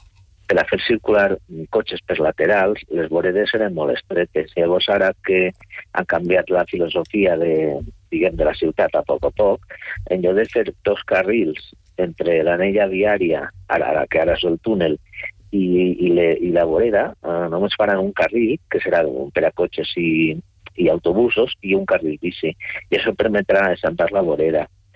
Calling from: Barcelona, Catalonia, Spain; també del meu barri

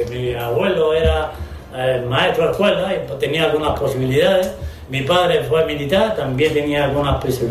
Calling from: Canary Islands, Spain; nosotros somos Gran Canaria.

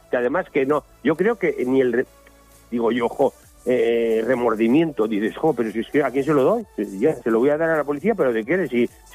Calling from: Pamplona, Navarre, Spain; Un besito desde Pamplona y Iruña, y que estéis invitados a mis fiestas y a mi tierra.

